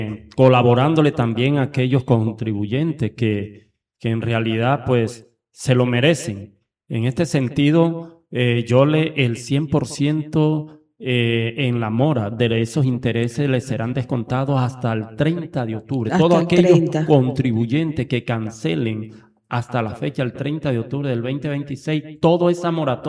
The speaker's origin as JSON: {"language": "Spanish", "town": "San Juan del Cesar", "region": "La Guajira", "country": "Colombia"}